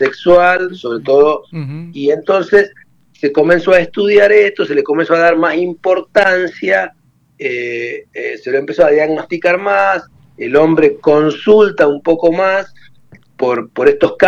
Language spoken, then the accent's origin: Spanish; Córdoba, Argentina; now in Paraná, Argentina; Yo nací, me crié en el barrio de Alberdi.